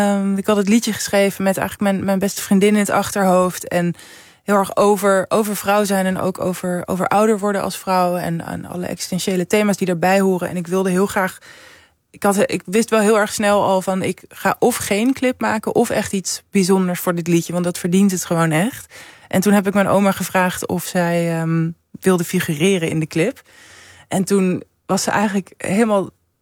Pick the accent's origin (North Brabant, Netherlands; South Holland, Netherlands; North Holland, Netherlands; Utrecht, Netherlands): North Holland, Netherlands; Amsterdam; ik ben geboren in Amsterdam, maar echt naast... om de hoek van Artus, van de dierentuin.